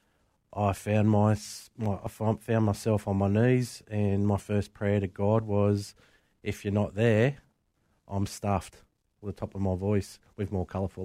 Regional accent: Noraville, New South Wales, Australia; Yeah, I grew up at Noraville.

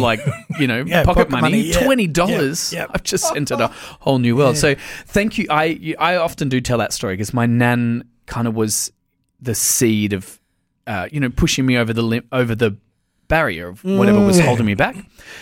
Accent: Gosford, New South Wales, Australia; I'm a coastie. I grew up on the Central Coast, born and bred, born in Gosford Hospital.

